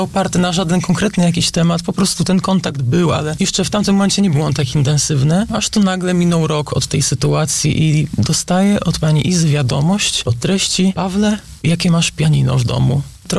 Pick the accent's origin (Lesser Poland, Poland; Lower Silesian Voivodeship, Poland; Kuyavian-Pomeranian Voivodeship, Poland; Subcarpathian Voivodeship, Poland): Kuyavian-Pomeranian Voivodeship, Poland; Toruń; born there; urodziłem się w Toruniu, więc można tak powiedzieć dosłownie od urodzenia, natomiast no, bywam tutaj praktycznie codziennie, więc można tak powiedzieć, że już się określam jako osoba mieszkająca tutaj.